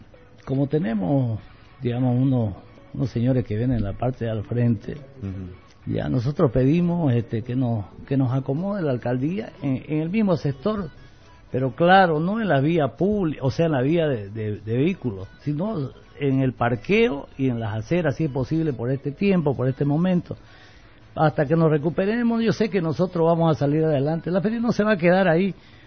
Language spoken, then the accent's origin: Spanish; Bolivia; somos parte de Bolivia, somos comerciantes